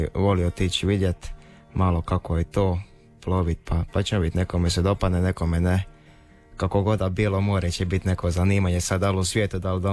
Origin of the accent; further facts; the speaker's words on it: Šmrika, Primorje-Gorski Kotar County, Croatia; moj Nonić nas je odgojil na moru, na barkami, u jednoj lipoj uvalici, dali kod nas u Šmriki